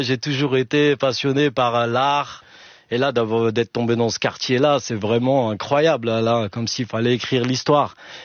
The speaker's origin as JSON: {"language": "French", "town": "Mantes-la-Jolie", "region": "Île-de-France", "country": "France", "said": "on vient des Yvelines."}